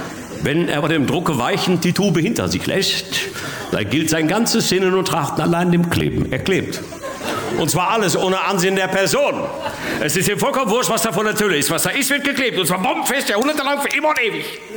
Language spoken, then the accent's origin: German; North Rhine-Westphalia, Germany; ich komme aus dem Ruhrgebiet und bei uns zu Hause fangen eigentlich alle Sätze mit also an.